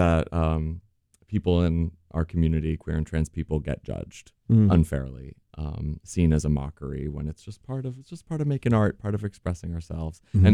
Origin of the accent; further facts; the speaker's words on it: Champaign, Illinois, United States; the gay bar in my hometown of Champaign-Urbana, Illinois